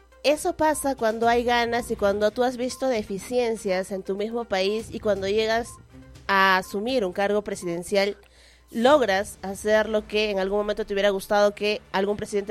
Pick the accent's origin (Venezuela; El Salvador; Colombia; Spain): El Salvador; En mi país, El Salvador.